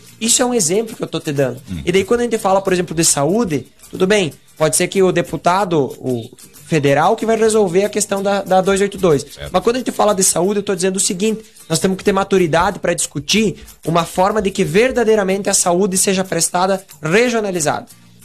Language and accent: Portuguese; Chapecó, Santa Catarina, Brazil; tenho 26 anos, nasci e cresci em Chapecó